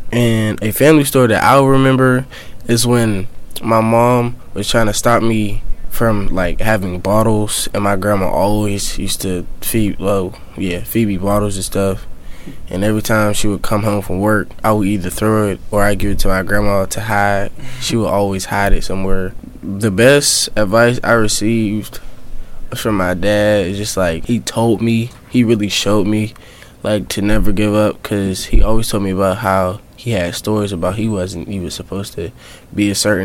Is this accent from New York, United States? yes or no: no; Pittsburgh, Pennsylvania, United States; born there; I was born in Pittsburgh, PA.